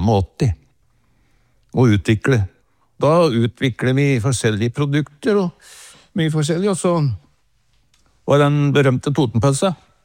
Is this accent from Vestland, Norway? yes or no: no; Åsmarka, Innlandet, Norway; Nei, men min far drev jo forretning I Åsmarka, der jeg vokste opp.